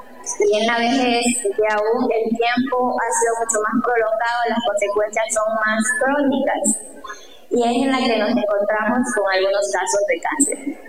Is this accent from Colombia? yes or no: no; Ecuador; nosotros como ecuatorianos